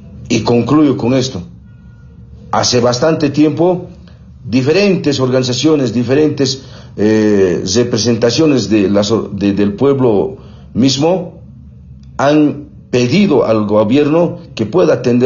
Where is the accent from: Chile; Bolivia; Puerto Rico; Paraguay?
Bolivia